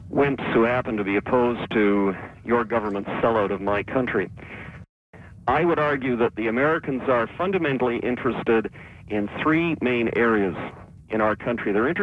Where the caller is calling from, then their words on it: Stratford, Ontario, Canada; I'm calling from Stratford.